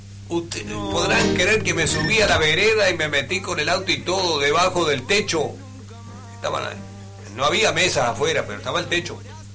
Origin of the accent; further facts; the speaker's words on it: Mercedes, Soriano, Uruguay; Yo soy de Mercedes